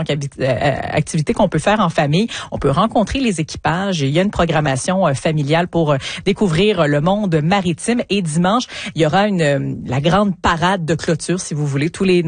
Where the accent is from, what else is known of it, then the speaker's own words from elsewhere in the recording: Quebec City, Quebec, Canada; Je suis originaire de Québec